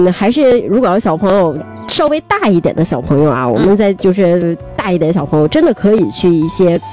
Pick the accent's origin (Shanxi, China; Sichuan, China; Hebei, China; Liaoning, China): Liaoning, China; 比如我们家乡，咱们的家乡就附近就有啊，咱的望儿山啊